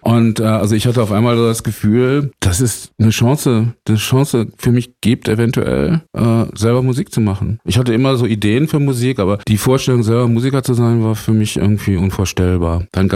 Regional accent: Herford, North Rhine-Westphalia, Germany; now in Berlin, Germany; Also ich meine, ich bin nicht direkt von Herford nach Berlin gekommen, sondern ich bin von Geburt her ein Wessi und Herford liegt in Ostwestfalen.

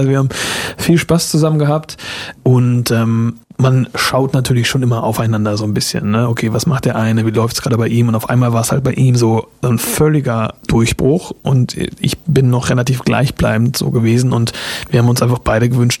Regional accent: Lindau, Schleswig-Holstein, Germany; born there; also born or lived in Eckernförde / Dollerup / Flensburg; Und da bin ich geboren, genau, und aufgewachsen in Lindau. Nicht Lindau am Bodensee, sondern Lindau an der Schlei, ganz im Norden.

